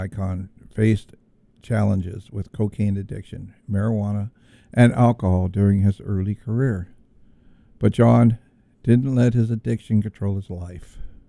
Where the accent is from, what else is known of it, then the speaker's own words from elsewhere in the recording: California, United States; and you know, that's sad and it sucks because that I'm from California, but it's probably true too.